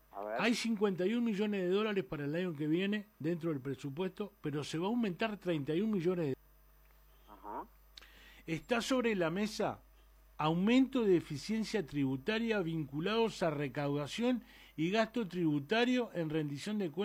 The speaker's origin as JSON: {"language": "Spanish", "country": "Uruguay", "said": "Somos uruguayos, doctor."}